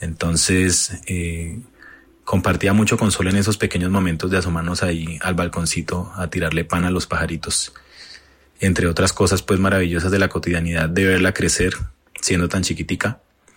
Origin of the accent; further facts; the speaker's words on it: Cali, Valle del Cauca, Colombia; also born or lived in Bogotá; yo nací en Bogotá, pero me he criado en Cali. Es como mi ciudad favorita en el mundo